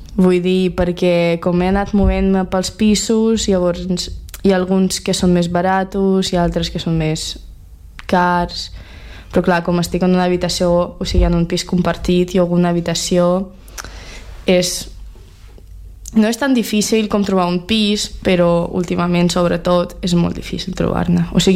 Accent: Russia; Catalan is a second language; l'altra sóc jo de Rússia

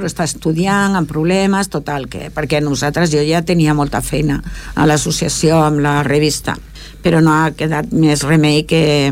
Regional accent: Villanueva de la Serena, Extremadura, Spain; now in Esplugues de Llobregat, Spain; el registre civil del meu poble, Villanueva de la Serena.

